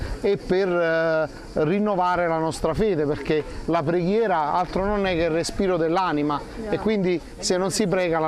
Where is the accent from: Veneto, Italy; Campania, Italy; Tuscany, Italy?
Campania, Italy; Montesarchio; Noi veniamo da Montesarchio, un paese in provincia di Benevento.